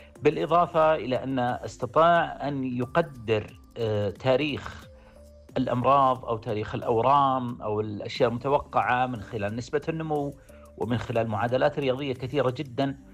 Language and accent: Arabic; Saudi Arabia; الآن إحنا شفنا حتى عندنا في السعودية والحمد لله بحكم أنها دولة جدا متقدمة ورائعة في مجال الطب